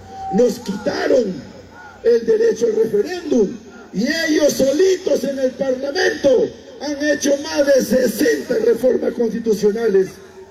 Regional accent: Peru

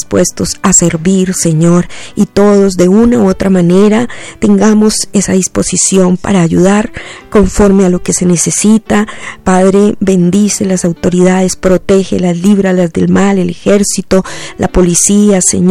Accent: Colombia; como colombianos, Señor, estemos unidos en esta tragedia

